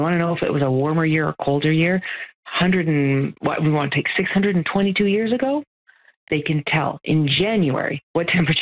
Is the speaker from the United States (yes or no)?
no; Canada; I'm Canadian too.